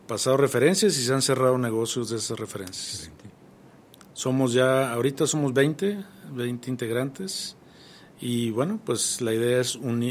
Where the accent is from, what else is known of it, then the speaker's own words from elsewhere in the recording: Tampico, Tamaulipas, Mexico; moved away as an adult; now in Fresnillo, Mexico; Sí, soy originario de Tampico, pero ya me establecí aquí hace 13 años.